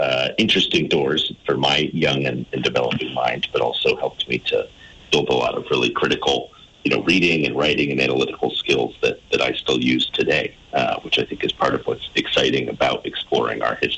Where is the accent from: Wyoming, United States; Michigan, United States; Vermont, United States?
Vermont, United States; Putney; I mean, I grew up in Putney. There's an amazing Putney Historical Society